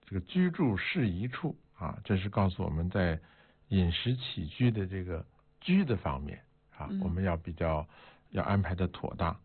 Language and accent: Chinese; China; 我们中国人